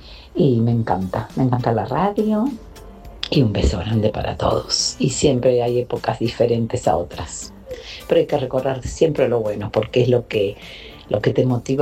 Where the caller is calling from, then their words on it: Mar del Plata, Buenos Aires Province, Argentina; Hola Radio Latina, buenas tardes … de Mar del Plata.